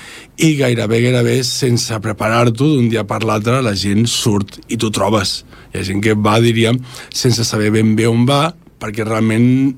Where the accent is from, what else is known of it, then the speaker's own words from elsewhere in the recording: Esplugues de Llobregat, Catalonia, Spain; Sí, sí, jo soc d'Esplugues